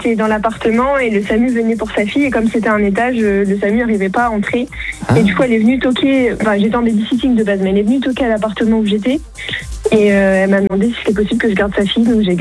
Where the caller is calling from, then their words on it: La Rochelle, Nouvelle-Aquitaine, France; Je suis de La Rochelle.